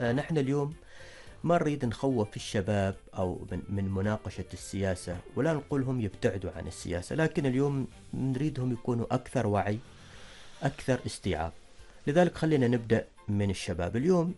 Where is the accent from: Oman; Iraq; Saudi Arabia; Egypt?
Oman; بلادنا سلطنة عمان